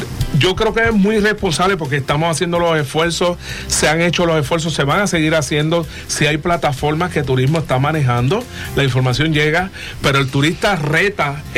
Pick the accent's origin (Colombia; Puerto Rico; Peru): Puerto Rico; Nosotros como puertorriqueños